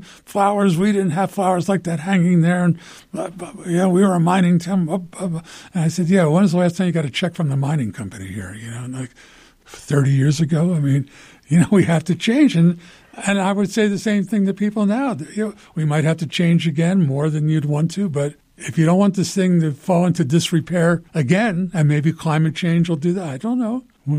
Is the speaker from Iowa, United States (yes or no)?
no; Philadelphia, Pennsylvania, United States; I mean, so I grew up in Philadelphia around Quakers.